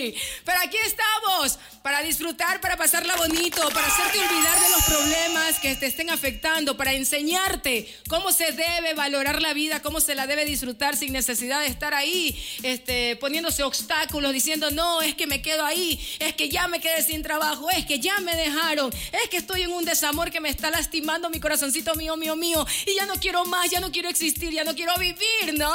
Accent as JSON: {"language": "Spanish", "country": "Ecuador", "said": "Como ecuatoriano que somos."}